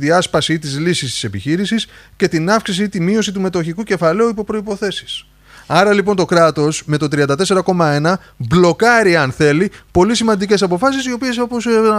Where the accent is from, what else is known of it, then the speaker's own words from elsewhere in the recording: Greece; εμείς οι Έλληνες